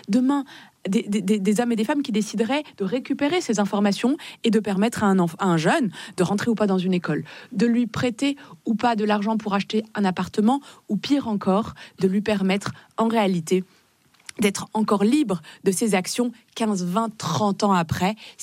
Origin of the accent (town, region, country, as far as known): Morocco; born or raised there; now in France